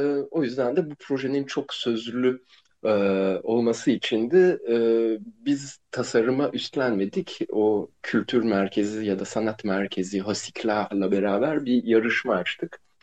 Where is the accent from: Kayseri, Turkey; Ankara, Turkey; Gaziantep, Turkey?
Ankara, Turkey; also born or lived in Brussels, Belgium; Evet, ben Brüksel'de doğdum. Sonra 5 yaşımda Ankara'ya taşındım ve 6. yaş günümde bana bir kaykay hediye ettiler.